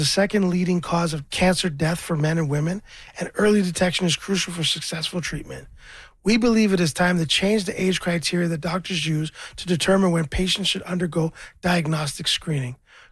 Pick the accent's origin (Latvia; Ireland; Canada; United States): Canada; Toronto, Ontario; I'm from Scarborough. I'm a rapper.